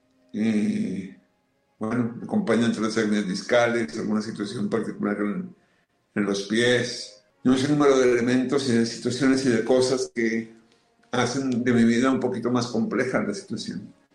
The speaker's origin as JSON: {"language": "Spanish", "country": "Colombia", "said": "yo soy colombiano, pero tengo un corazón mexicano. Luego también México es mi segundo terruño."}